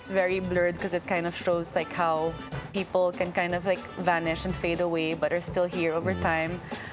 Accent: Philippines; I love the Philippines, I'm Filipino, I love Filipino people, and I do believe that they deserve better.

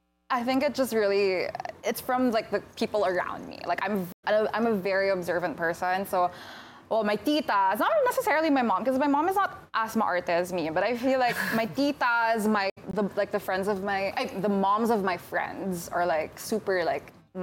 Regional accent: Philippines; I always talk about like how I'm from the Philippines, and at the time, you know, it was COVID and it was crazy, but I was like, no, like I'm from the Philippines, I'm from Asia

